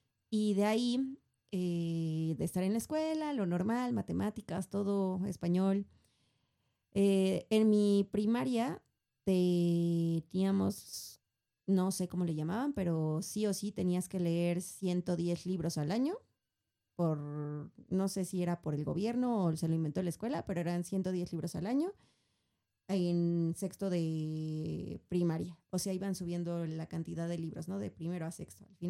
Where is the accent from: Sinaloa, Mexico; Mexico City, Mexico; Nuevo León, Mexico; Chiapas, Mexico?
Mexico City, Mexico; Xochimilco está como a 2 horas de todo y en las mañanas está como a 3 horas de todo por el tráfico, porque aparte yo vivo en un lugar donde bajan todos los pueblitos